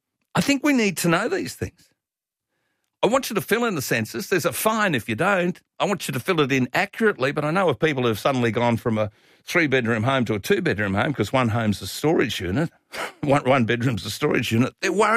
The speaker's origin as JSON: {"language": "English", "region": "Queensland", "country": "Australia", "said": "I'm a Queenslander who asks questions."}